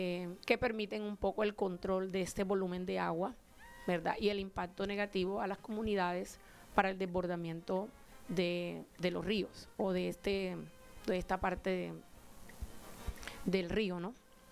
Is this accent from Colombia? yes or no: yes; Calamar, Bolívar, Colombia; soy del municipio de Calamar Bolívar, lógicamente, por donde atraviesa pues nuestro gran río de la Magdalena y el canal del dique.